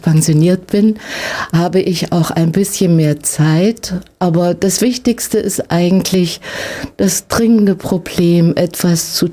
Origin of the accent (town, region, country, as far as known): Heilbad Heiligenstadt, Thuringia, Germany; born there; moved away as an adult; now in Lengenfeld, Germany